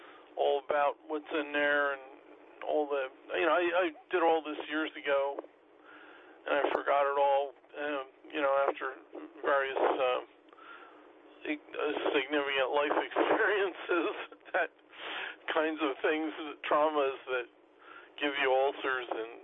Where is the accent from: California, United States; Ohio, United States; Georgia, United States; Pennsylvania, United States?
Pennsylvania, United States; Easton; I grew up in Easton in the Lehigh Valley